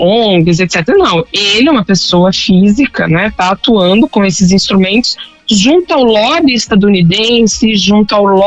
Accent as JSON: {"language": "Portuguese", "region": "São Paulo", "country": "Brazil", "tie": "born there", "said": "São Paulo, né, infelizmente, meu estado natal."}